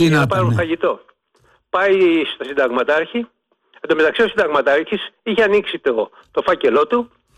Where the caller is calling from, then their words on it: Ano Boularioi, Peloponnese, Greece; είμαστε από το Γερολιμένα. Με το Επίνιο στο Γερολιμένα και από τους Πάνω Μπουλαριούς, το συγκεκριμένο μας χωριό.